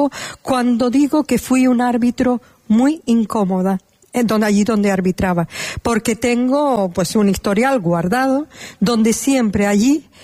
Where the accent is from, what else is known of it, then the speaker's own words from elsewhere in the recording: Telde, Canary Islands, Spain; Y en la ciudad de Telde, de donde yo soy, precisamente allí no había, no existía nada de ello.